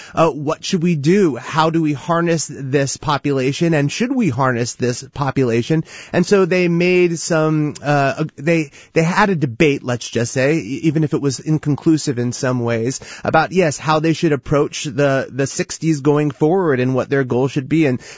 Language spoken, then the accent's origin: English; Marin County, California, United States; in Marin County in my hometown.